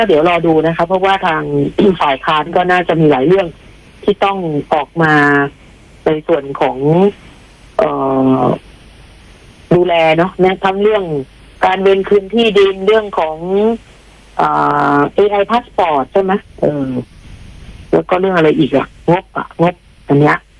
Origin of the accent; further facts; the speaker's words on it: Bangkok, Thailand; เราอยู่เป็นชาวกรุงเทพมาตลอด38ปี